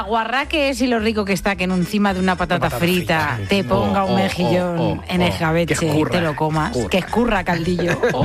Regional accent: Aragon, Spain; Tomate rosa, yo voy a decir de Barbastro, porque para eso somos del Somontano.

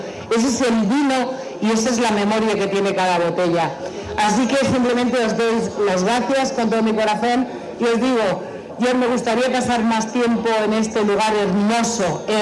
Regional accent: Toledo, Castilla-La Mancha, Spain; born there; now in Leiro, Spain; yo soy una mujer de pueblo, yo nací en un pueblo muy pequeño de Toledo y me gusta mucho el rural, soy una mujer muy de pueblo porque me gustan mucho las personas, me gusta caminar a los sitios, me gusta la vida mucho más tranquila que Madrid, que es donde vivo

